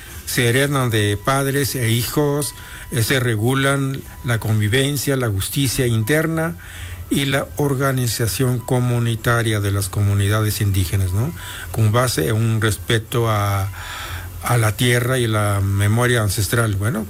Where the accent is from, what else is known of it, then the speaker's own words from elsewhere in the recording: Mixteca, Mexico; moved away; allá en mi pueblo, la región mixteca